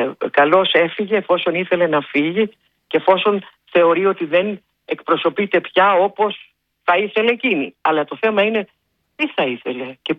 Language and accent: Greek; Veria, Central Macedonia, Greece; είμαι από τη Βέρεια, δηλαδή από την Ημαθία που είναι κοντά στα Γιαννιτσά